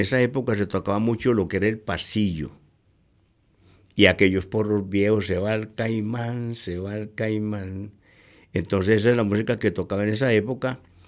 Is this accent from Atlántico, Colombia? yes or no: no; Medellín, Antioquia, Colombia; Yo nací aquí, yo soy de Robledo.